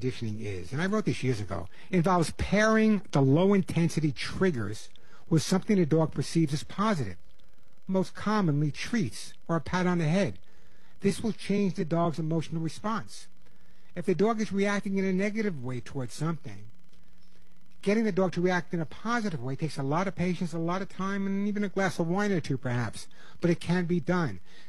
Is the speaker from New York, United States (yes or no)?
yes; Long Island, New York, United States; Yeah, I'm from Long Island. I lost my accent, I know.